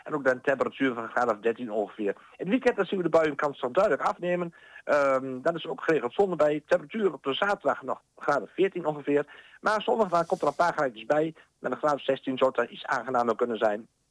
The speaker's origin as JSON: {"language": "Dutch", "region": "Overijssel", "country": "Netherlands", "moved": "yes", "said": "Ik kom van Oorzaak uit Twente"}